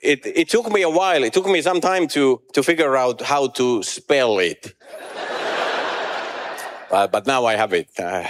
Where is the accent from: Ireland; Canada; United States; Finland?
Finland; English is a second language; moved away; yes, I am from Finland.